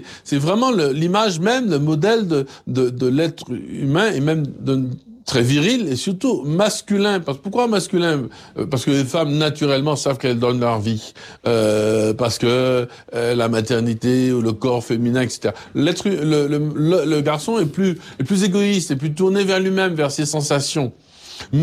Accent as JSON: {"language": "French", "region": "Martinique", "country": "France", "said": "Ce que je dis là, c'est pas en tant que Martiniquais seulement. C'est pour tous les peuples."}